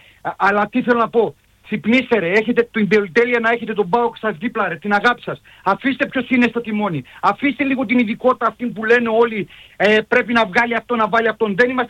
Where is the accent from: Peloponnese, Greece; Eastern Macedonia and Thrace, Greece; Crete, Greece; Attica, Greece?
Eastern Macedonia and Thrace, Greece; Alexandroupoli; εγώ είμαι Παοκάρα, είμαι από Αλεξανδρούπολη, είμαι 52 χρονών.